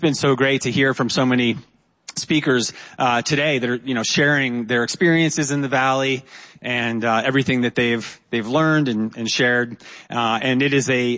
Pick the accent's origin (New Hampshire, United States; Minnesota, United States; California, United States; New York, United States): New Hampshire, United States; moved away as an adult; So I grew up in New Hampshire